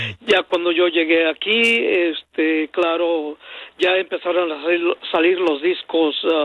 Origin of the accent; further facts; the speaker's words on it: Guerrero, Mexico; born there; moved away; Yo nací en Guerrero, el estado de Guerrero.